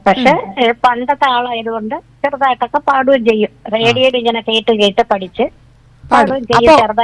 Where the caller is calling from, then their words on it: Karunagappally, Kerala, India; ഞാനോ, കരുനാഗപ്പള്ളി.